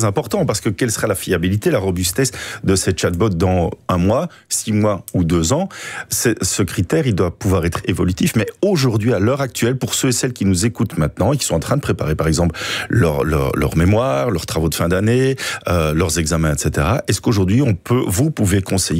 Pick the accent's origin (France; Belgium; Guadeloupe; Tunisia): Belgium; en tant que belge et européen